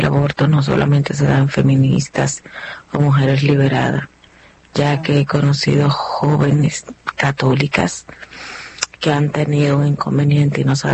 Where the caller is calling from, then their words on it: Dominican Republic; soy de República Dominicana.